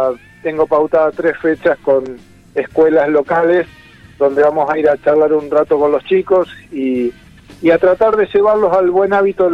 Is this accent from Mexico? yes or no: no; Argentina; es un tema que no solo nos atañe a nosotros como argentinos